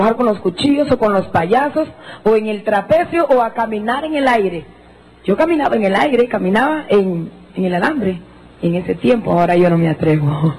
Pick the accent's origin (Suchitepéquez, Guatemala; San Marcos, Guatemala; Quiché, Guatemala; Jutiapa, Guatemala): Jutiapa, Guatemala; Porque yo soy de Jutiapa, soy de Oriente, y en Jutiapa, en Oriente, eso de payaso y de tontería no nos gusta.